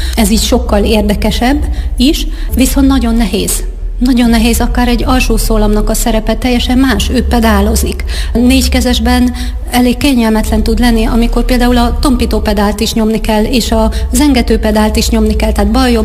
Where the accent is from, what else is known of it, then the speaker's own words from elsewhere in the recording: Szabolcs-Szatmár-Bereg, Hungary; mivel én Szabolcs megyei vagyok